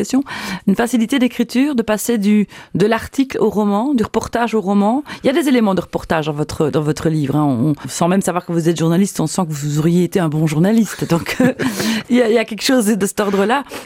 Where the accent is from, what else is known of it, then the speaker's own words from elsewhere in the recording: Liège, Wallonia, Belgium; pas uniquement parce qu'on est liégeois.